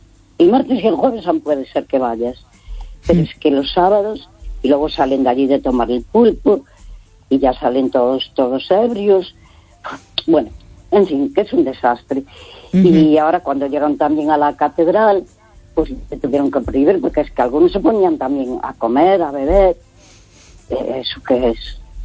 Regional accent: Santiago de Compostela, Galicia, Spain; Porque yo soy de Santiago de toda la vida.

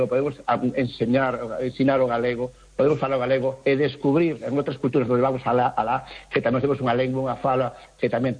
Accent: Galicia, Spain; non, son galego, estou unha beiriña e tal.

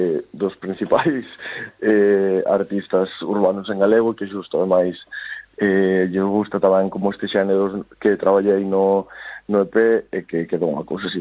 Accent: Galicia, Spain; simplemente son galego, falo galego, a miña lingua é o galego

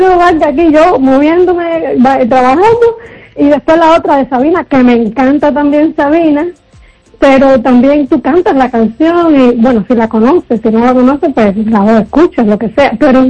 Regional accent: Cuba; now in Spain; Yo recuerdo haber escrito con mi familia en las amistades después que me fui de Cuba, 30 años y pico después

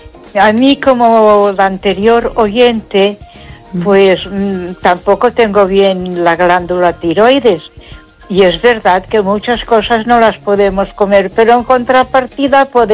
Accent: Catalonia, Spain; first language Catalan; Spanish is a second language; Porque tú ya sabes que yo soy catalana.

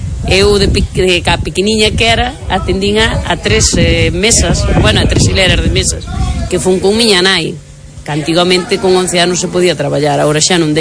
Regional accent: Ribeira, Galicia, Spain; San Pedro do Sarandón, Ribeira exactamente. Son de Ribeira, San Pedro e Sarandón.

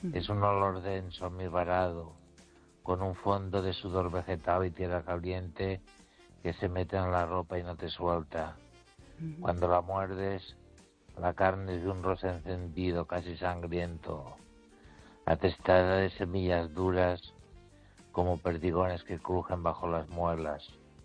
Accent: Ourense, Galicia, Spain; La verdad es que … de Orense.

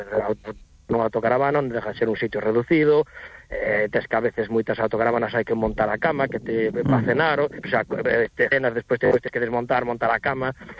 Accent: Redondela, Galicia, Spain

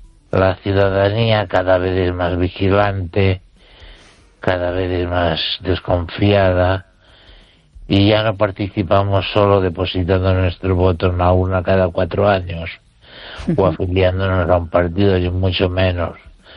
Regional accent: Spain

